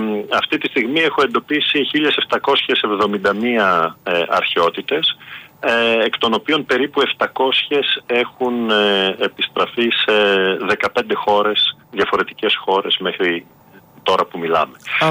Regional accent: Greece; για μένα ως Έλληνας

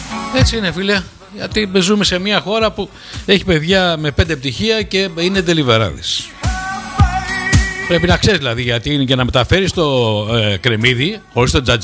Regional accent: Greece

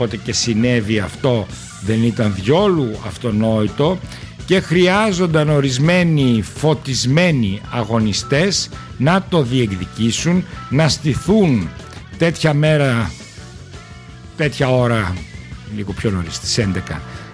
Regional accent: Greece; στον τόπο μου.

